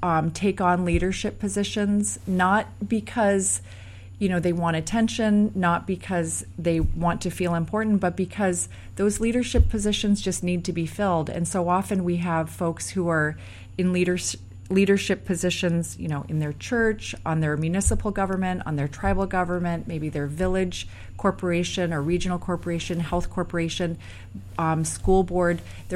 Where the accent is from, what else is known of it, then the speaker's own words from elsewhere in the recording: Alaska, United States; the way that we were raised in Alaska.